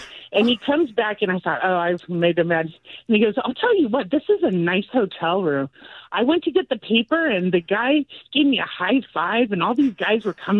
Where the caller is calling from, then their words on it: California, United States; I'm a Californian.